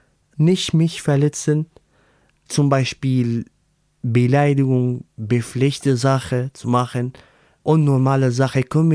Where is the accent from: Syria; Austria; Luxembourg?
Syria; German is a second language; moved away as an adult; now in Germany; Ich war 18 Jahre und ich habe mein Heimatland gelassen wegen Würde. Ich möchte nicht als Sklave behandelt. Ich oder die anderen Syrer, andere Menschen, die aus Syrien gekommen sind, einfach Mensch.